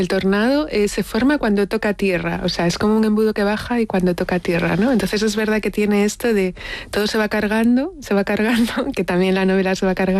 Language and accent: Spanish; Galicia, Spain; yo soy gallega